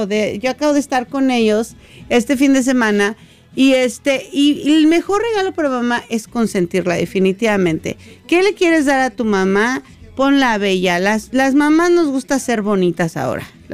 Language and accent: Spanish; Mexico City, Mexico; aquí corriendo y llegando tarde, como típica chilanga